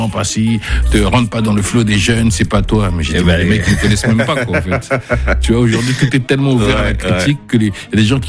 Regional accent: France; also born or lived in Congo; Je suis né au Congo, j'ai grandi en France, mais avec la musique, je peux faire le tour.

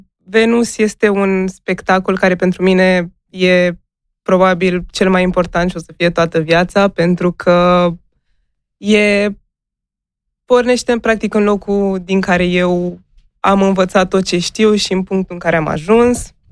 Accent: Craiova, Dolj, Romania; now in Bucharest, Romania; Eu m-am mutat din Craiova în București și...

